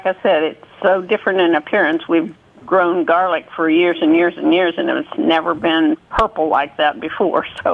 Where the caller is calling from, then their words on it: Talmo, Kansas, United States; from Talmo, Kansas.